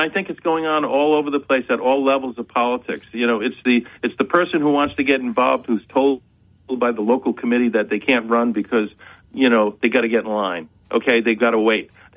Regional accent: New England, United States; Listen, I grew up in New England

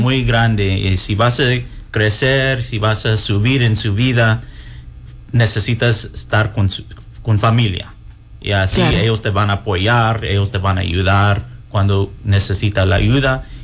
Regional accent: San Antonio, Texas, United States; moved away as an adult; also born or lived in Lubbock, Texas; now in East Texas, United States; Sí, soy de San Antonio, Texas.

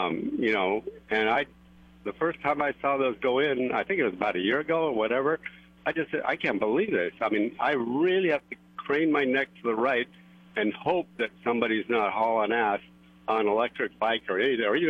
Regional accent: Santa Margarita, California, United States; I'm from Santa Margarita, but I'm down there, you know, 2 or 3 times a week.

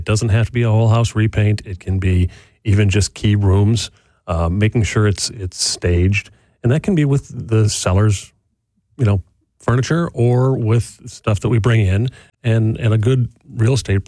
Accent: Whitefish Bay, Wisconsin, United States; now in Wauwatosa, United States; Yeah. You know, I grew up in Whitefish Bay. I live in Wauwatosa now.

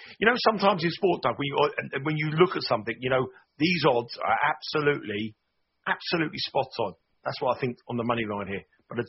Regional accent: England, United Kingdom; I'm an Englishman.

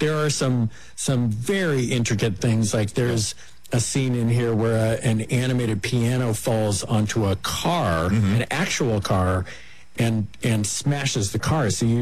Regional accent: Oakland, California, United States; born there; I was born in Oakland. My A's have done it too, so it's tough to take, but they're still my team.

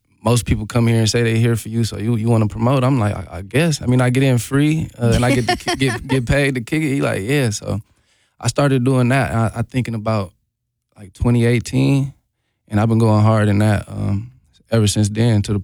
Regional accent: Milwaukee, Wisconsin, United States; also born or lived in California / Texas; I'm from Milwaukee. They're like, oh, I'm from Milwaukee. Or I know somebody from Milwaukee. So it was that was a dope experience. But I lived in California for a few years. Lived in Texas for a few years

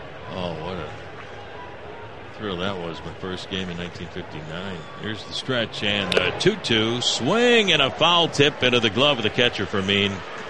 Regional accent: Chicago, Illinois, United States; growing up in Chicago

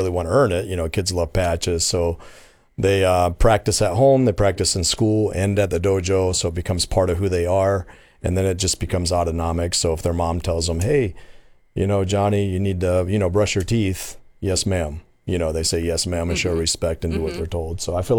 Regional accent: the South, United States; I grew up in the South

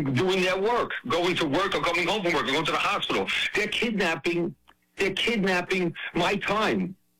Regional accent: Brooklyn, New York, United States; So I grew up in Brooklyn, New York, not Brooklyn, Michigan.

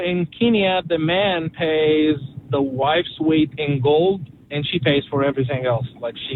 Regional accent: New Jersey, United States; born there; I was born here in the States, mm-hmm. but my parents are from Egypt.

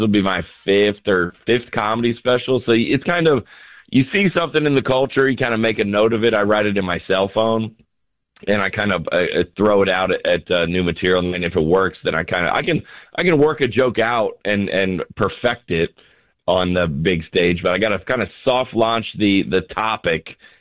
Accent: Atlanta, Georgia, United States; growing up in the Atlanta sports scene for 30 plus years.

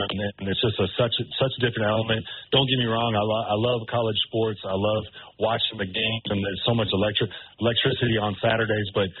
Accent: Louisville, Kentucky, United States; Well, actually, I'm from Louisville, Kentucky

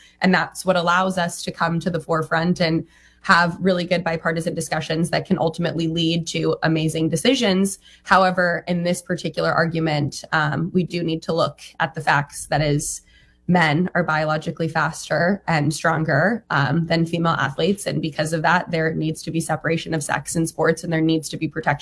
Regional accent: Nevada, United States; also born or lived in Utah; My home state of Nevada has a very similar protection as West Virginia, but listening to those arguments, same when I was there to represent when I was living in Utah at the time

